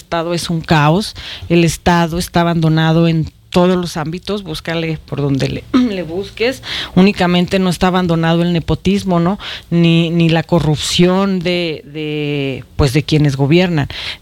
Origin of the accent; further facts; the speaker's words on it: Zacatecas, Mexico; yo nací en Zacatecas, toda mi vida he vivido en Zacatecas, yo quiero a Zacatecas, yo amo a Zacatecas, yo traigo tatuado a Zacatecas en mi sangre